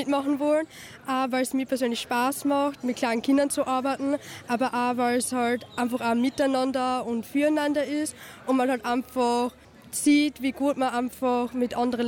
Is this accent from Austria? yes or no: yes; Bad Gleichenberg, Styria, Austria; Ich komme aus Bad Gleichenberg, also etwas weiter weg von Bad Rackersburg.